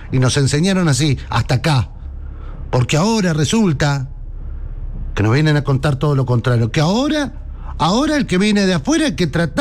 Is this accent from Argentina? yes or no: yes; Argentina; Yo quiero seguir siendo el argentino